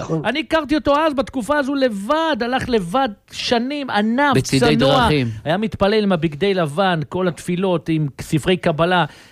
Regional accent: Jerusalem, Jerusalem District, Israel; אני גדלתי בשכונת קריאת סנס בירושלים, איפה שאבי מימרן, ידידנו גדל גם, הוא כמה שנתונים מעליי.

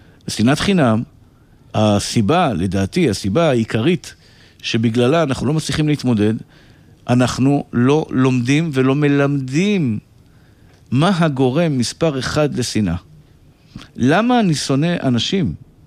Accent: Iran; שהיו, אני מספר את זה כי אני פרסי, כן?

